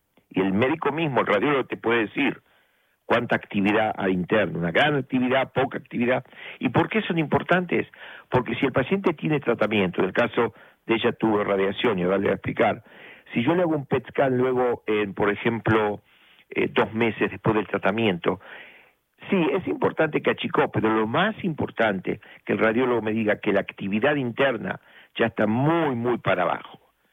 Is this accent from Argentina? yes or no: yes; Argentina; now in New York, United States; yo soy de Argentina